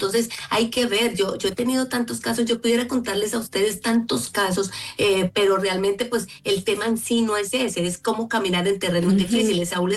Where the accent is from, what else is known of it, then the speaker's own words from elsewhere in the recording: Colombia; Bueno, yo soy de Colombia.